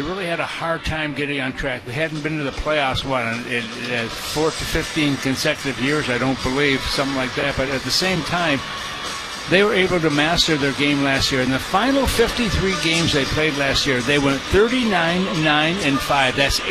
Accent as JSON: {"language": "English", "town": "Fort Erie", "region": "Ontario", "country": "Canada", "tie": "born or raised there", "said": "that's my hometown of Fort Erie, Ontario. So, I have seen many minor league games in the old Buffalo Bisons years ago, back in the 60s when I was a kid growing up in Fort Erie"}